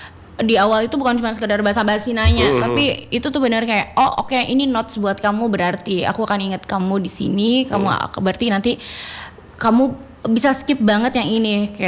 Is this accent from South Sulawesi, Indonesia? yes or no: no; Tanjung, North Kalimantan, Indonesia; karena aku kan dari Tanjung nih, biasa main ke Tarakan, jadi biasa pernah ikut kelas di Tarakan sebelum aku jadi teacher.